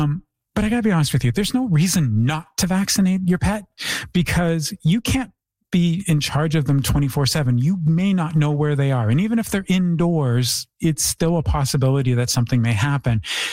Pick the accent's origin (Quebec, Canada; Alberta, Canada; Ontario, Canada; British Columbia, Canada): Ontario, Canada; Toronto; Unfortunately, you know, I come from Toronto where the raccoons are practically domesticated.